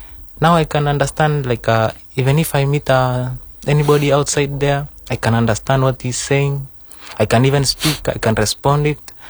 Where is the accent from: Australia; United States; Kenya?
Kenya; moved away as an adult; now in Kendari, Indonesia; I'm from Kenya.